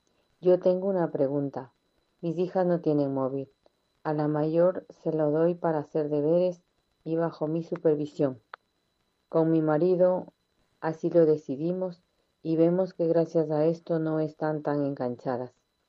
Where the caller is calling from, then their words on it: Ecuador; de Ecuador.